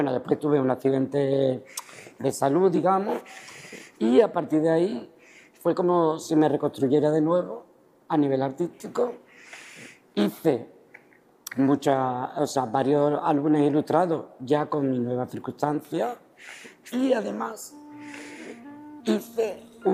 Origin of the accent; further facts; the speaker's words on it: Seville, Andalusia, Spain; yo soy de Bellavista, en Sevilla, en un barrio.